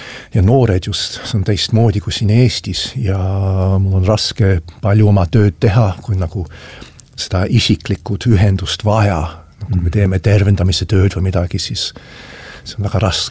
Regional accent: Adelaide, South Australia, Australia; moved away as an adult; mina sündisin Austraalias ja elasin seal 60 aastat, muidu ema isa olid eestlased, tulid sõja ajal, no peale sõda Austraaliasse ja ma ei ole siin kunagi elanud

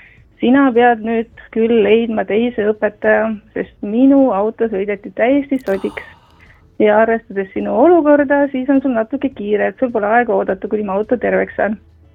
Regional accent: Tartu, Tartu County, Estonia

